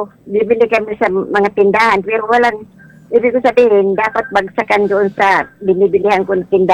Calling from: Maripipi, Eastern Visayas, Philippines; Sa bayan lang, sa bayan sa isla din. Isla rin yung bayan namin. Biliran Naval. Ano, Maripipi Liti.

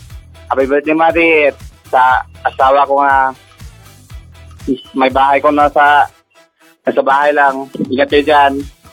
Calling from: General Santos, Soccsksargen, Philippines; General Santos City po.

